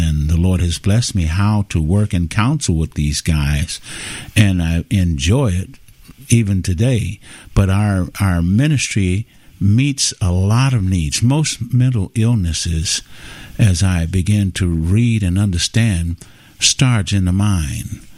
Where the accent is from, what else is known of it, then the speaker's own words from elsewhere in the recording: Chicago, Illinois, United States; I grew up in Chicago in the projects